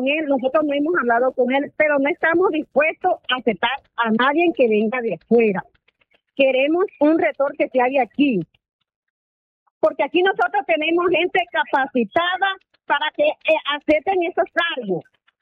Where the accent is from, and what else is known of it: La Guajira, Colombia